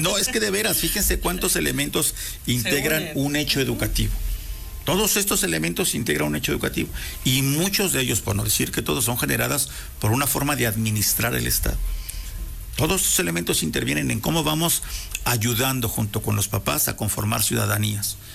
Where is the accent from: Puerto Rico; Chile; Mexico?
Mexico; todos somos mexicanos, incluyendo a mí que no tengo tan buenas calificaciones, soy mexicano